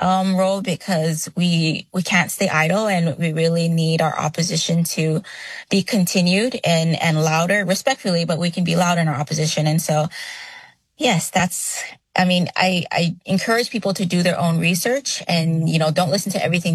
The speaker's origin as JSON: {"language": "English", "town": "Pago Pago", "region": "Eastern District", "country": "American Samoa", "tie": "born or raised there", "also_born_or_lived": "California, United States", "said": "I come from Pango Pango, American Samoa, specifically on the island of Tutuila. I am a Samoan Filipino born in California, so I'm a U.S. citizen. However, I was raised here for almost all my life, and so American Samoa is definitely my home."}